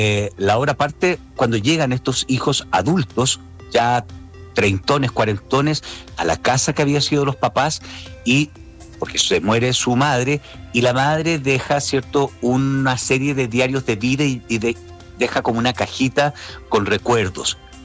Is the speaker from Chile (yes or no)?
yes; Temuco, Araucanía, Chile; ¿De qué parte de Temuco soy? Mira, vivo súper cerquita de donde va a ser la presentación. Bueno, mis papás, ¿no?